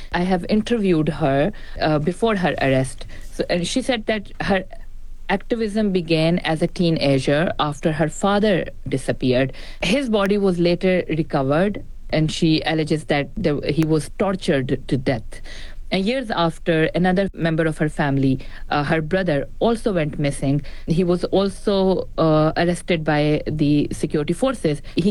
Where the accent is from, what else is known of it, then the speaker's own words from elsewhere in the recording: Pakistan; I am a Pakistani national, but I work with the BBC, and it has always been very difficult for me to travel to Balochistan and work there.